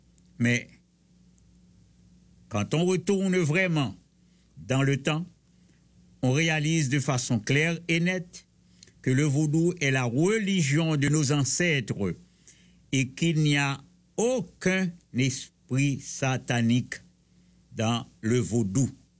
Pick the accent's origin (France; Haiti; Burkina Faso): Haiti; Chez nous, en Haïti